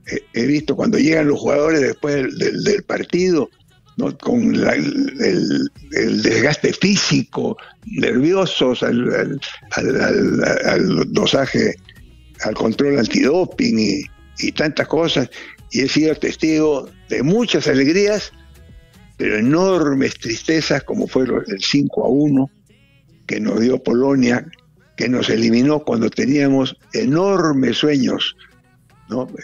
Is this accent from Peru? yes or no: yes; Peru; a mí me dio mucho gusto como peruano